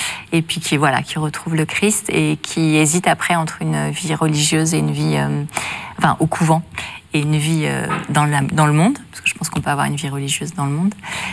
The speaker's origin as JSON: {"language": "French", "town": "Paris", "region": "Île-de-France", "country": "France", "said": "Bah, je suis une parisienne, très parisienne, assez mondaine."}